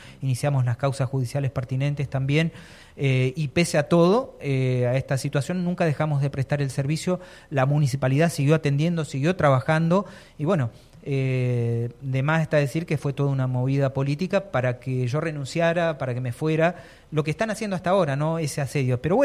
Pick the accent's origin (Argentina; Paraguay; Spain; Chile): Argentina; Allen, Río Negro; Soy una persona de Barrio Tiro Federal, de Allen, todos me conocen, estoy viviendo en Barrio Sauce